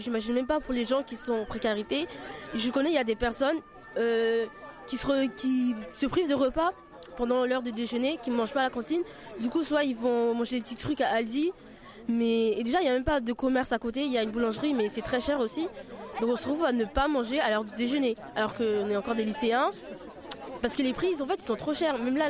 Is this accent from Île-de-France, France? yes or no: yes; Sarcelles, Île-de-France, France; je suis habitante de Sarcelles, et ils m'ont envoyé à Villiers-le-Bel. Et aujourd'hui, je me trouve à faire une heure de trajet, alors que je répète encore une fois, j'ai 15 ans.